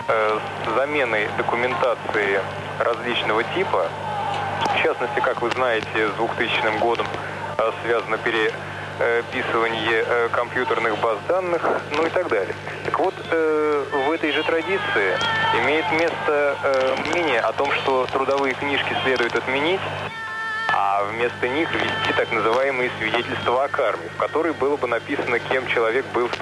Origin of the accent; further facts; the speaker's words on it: Volgograd, Volgograd Oblast, Russia; Мы вот недавно к вам подключены, я из Волгограда сам.